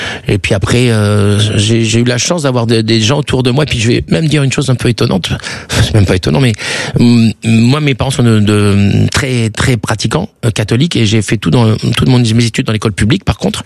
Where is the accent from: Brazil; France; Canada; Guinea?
France; accent: French; Heureusement qu'ils disaient que j'étais charming, enfin mon petit côté French avec mon accent, mais c'était vraiment la caricature qu'on met dans les films, quoi.